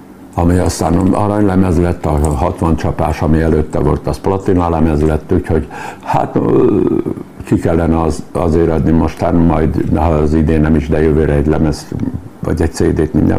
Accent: Budapest, Hungary; born there; also born or lived in Újpalota, Budapest; mivel itt születtem Kőbányán. Én 5 évig nem laktam itt. 5 évig Újpalotán laktam a mostani asszonyommal.

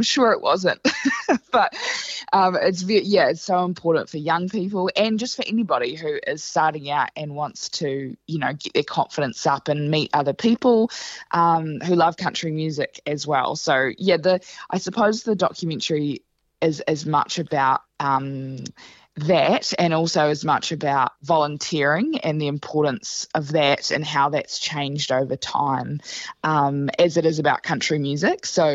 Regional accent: Gore, Southland, New Zealand; Yeah, so yeah, Gore is my hometown. That's where I grew up, and it is the capital of country music in New Zealand.

